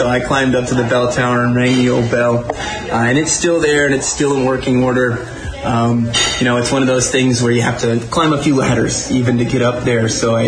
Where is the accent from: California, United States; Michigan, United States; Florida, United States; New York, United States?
Florida, United States; Vero Beach; born there; also born or lived in Sebastian; Well, I was born in Vero Beach, but I lived in Sebastian.